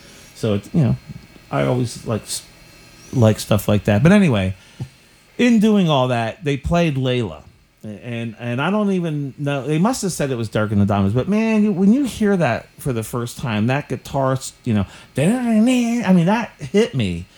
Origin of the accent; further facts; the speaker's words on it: Norristown, Pennsylvania, United States; born there; we're an American band, and … I, when we lived in Norristown, Pennsylvania, we shared a room